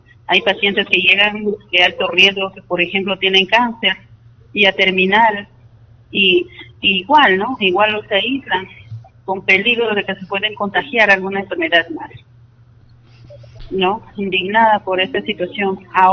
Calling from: Chinchao District, Huánuco, Peru; Nosotros venimos del distrito de Chinchao.

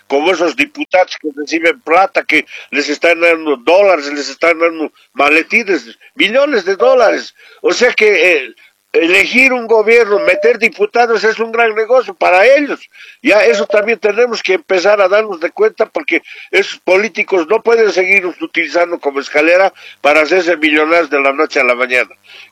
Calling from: Bolivia; Como boliviano estoy amargado, muy triste, ya también he entrado a una edad, ya tengo 65 años

